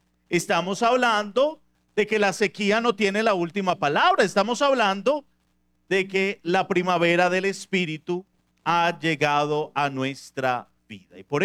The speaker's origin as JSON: {"language": "Spanish", "country": "Venezuela"}